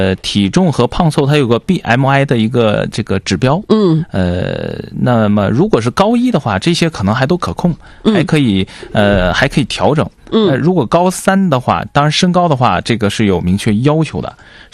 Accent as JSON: {"language": "Chinese", "town": "Changchun", "region": "Jilin", "country": "China", "tie": "born or raised there", "moved": "as an adult", "lives_now": "Xi'an, China", "said": "我的老家也在长春。"}